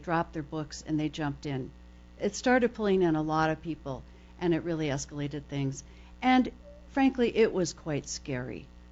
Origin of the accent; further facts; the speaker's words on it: Toledo, Ohio, United States; born or raised there